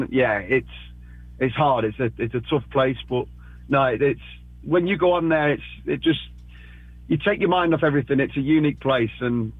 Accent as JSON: {"language": "English", "region": "England", "country": "United Kingdom", "moved": "as an adult", "lives_now": "United States", "said": "that's something that we're not used to in England."}